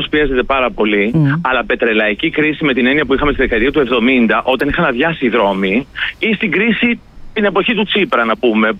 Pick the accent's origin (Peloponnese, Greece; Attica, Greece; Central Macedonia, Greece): Central Macedonia, Greece; Thessaloniki; εγώ, αν θέλετε, σας τα λέω ως Θεσσαλονικιός.